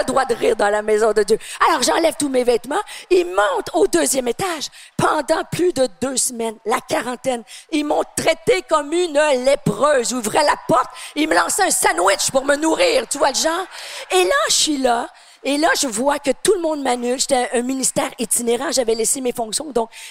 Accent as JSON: {"language": "French", "region": "Quebec", "country": "Canada", "said": "quand nous, les Québécois, on était complètement fous avec la COVID."}